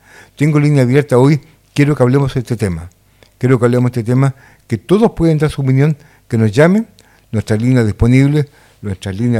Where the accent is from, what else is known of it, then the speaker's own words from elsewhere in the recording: La Calera, Valparaíso, Chile; Soy de La Calera, justamente.